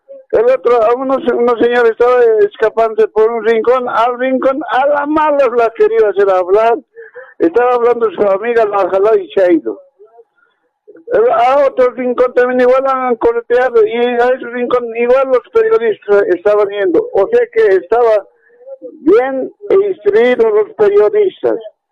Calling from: La Paz, Bolivia; llamo desde la ciudad de La Paz

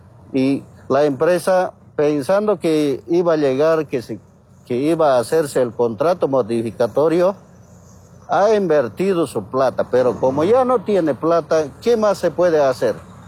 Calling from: Cochabamba, Bolivia; estamos como cochabambinos

